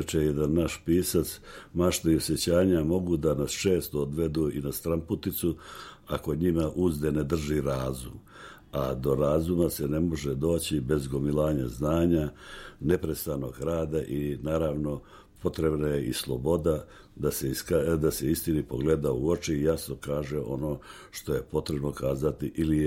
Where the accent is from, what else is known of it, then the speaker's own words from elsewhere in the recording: Berane, Berane Municipality, Montenegro; also born or lived in Vrbica / Petnica; život u Beranama, u mom rodnom kraju Vrbici, Petnici i u Crnoj Gori prije svega